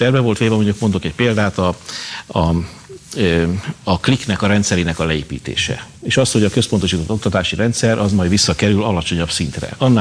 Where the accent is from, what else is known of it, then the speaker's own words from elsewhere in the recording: Debrecen, Hajdú-Bihar, Hungary; mondjuk én debreceni vagyok